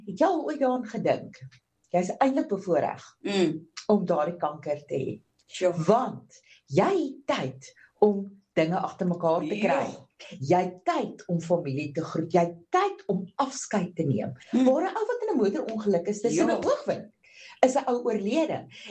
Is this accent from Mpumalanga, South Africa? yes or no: yes; Ermelo, Mpumalanga, South Africa; Ek kom uit die AGS kerk uit en daar uit Mpumalanga Ermelo.